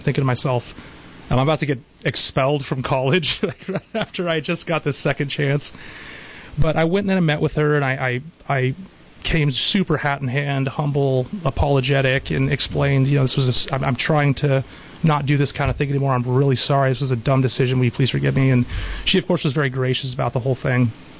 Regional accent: Watsonville, California, United States; Yeah, well, so as we've already established, I'm from Watsonville.

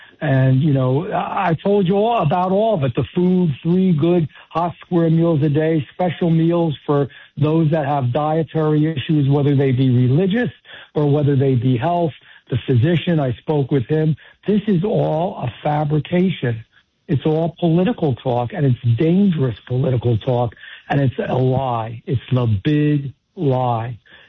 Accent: New Jersey, United States; also born or lived in New York City; I was born in New York City, but I've lived 99% of my life in New Jersey, and now, of course, a big, good chunk of my life down in South Jersey.

